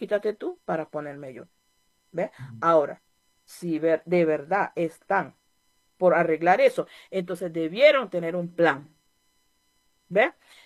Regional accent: Bolívar, Venezuela; Pueblo Pemón. ¿Cuántos de nosotros estamos preparados para empleo?

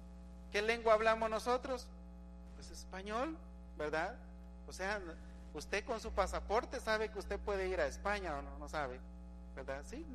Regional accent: Guatemala; No somos españoles porque no somos europeos, pero somos guatemaltecos

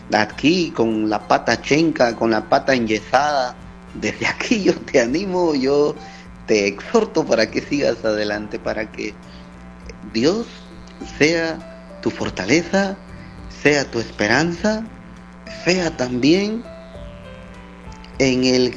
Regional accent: Guatemala; somos nosotros los guatemaltecos quienes pagamos todas esas cosas.

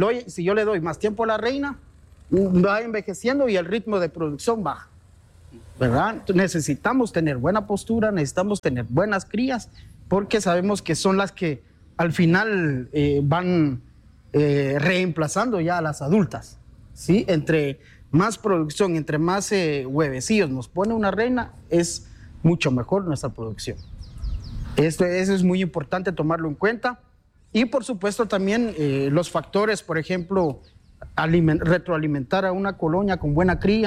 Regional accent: San Juan La Laguna, Sololá, Guatemala; como bien lo mencionaban. Soy originario de San Juan La Laguna.

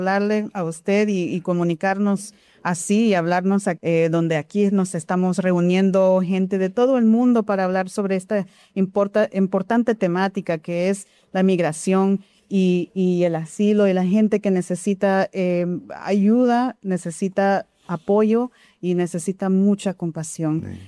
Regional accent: Nicaragua; now in Philadelphia, United States; como nicaragüense, como migrante, yo espero mucho del país donde mis padres me trajeron

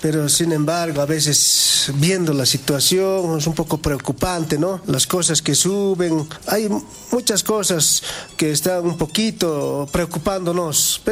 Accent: Bolivia; como bolivianos tenemos que unirnos

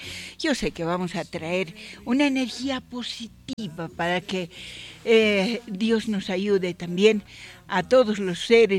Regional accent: Bolivia; somos bolivianos

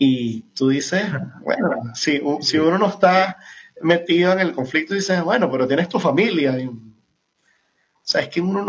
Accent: Venezuela; seguíamos vivos también como venezolanos.

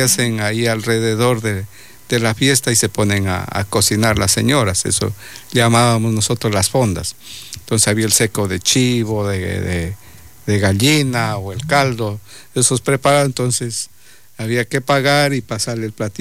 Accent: Loja, Ecuador; Nosotros en Loja decimos cuando bien vestido, bien togado.

